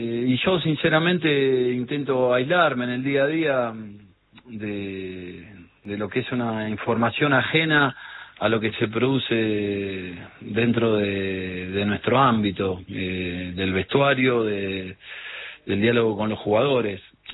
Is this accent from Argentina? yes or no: yes; Junín, Buenos Aires Province, Argentina; yo soy de Junín.